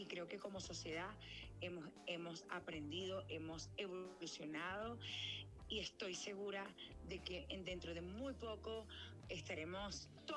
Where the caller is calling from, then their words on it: Venezuela; creo que todos como venezolanos nos hemos fortalecido